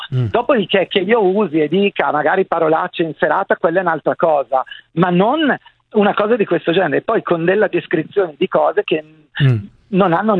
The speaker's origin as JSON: {"language": "Italian", "region": "Lombardy", "country": "Italy", "said": "Io oltretutto sono della Valle Camonica"}